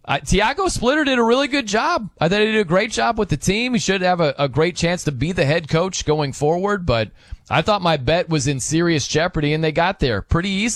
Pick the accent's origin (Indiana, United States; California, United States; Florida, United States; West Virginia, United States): Indiana, United States; Actually, you know, Chicago is closer to my hometown than Indianapolis is. So I don't know. Some people are like, well, I mean, you're in Indiana, you're a Hoosier.